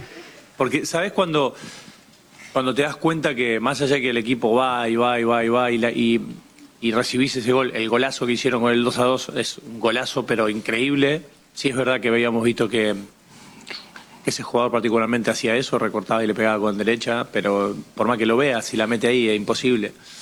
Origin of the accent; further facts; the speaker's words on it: Argentina; nosotros somos Argentina